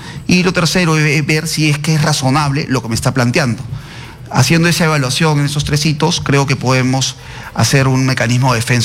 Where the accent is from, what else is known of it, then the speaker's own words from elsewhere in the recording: Peru; Yo recaudo, me siento ciudadano peruano